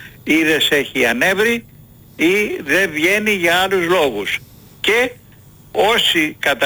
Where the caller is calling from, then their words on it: Greece; Το λέω αυτό ως Έλληνας.